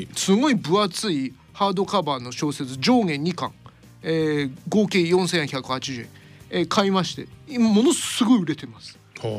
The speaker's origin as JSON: {"language": "Japanese", "region": "Hokuriku", "country": "Japan", "tie": "born or raised there", "said": "まあ俺もね、まあ、言ってないんだけど北陸地方出身なんで、"}